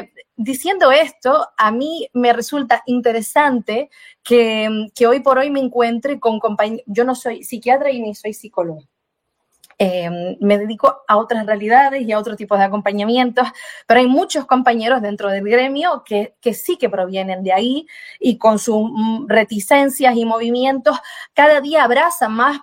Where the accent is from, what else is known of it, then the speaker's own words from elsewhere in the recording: Brazil; Spanish is a second language; Yo soy indígena, yo soy brasileña de natural brasileña, yo soy indígena